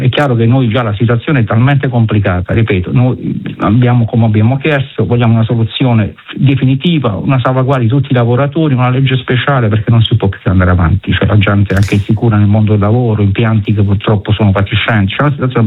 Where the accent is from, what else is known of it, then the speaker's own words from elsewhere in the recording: Taranto, Apulia, Italy; born there; io sono sono nato a Taranto, sono di Taranto, amo la mia città, la mia famiglia è qua.